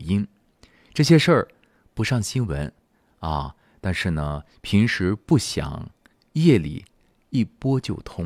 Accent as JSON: {"language": "Chinese", "country": "China", "said": "我们中国人"}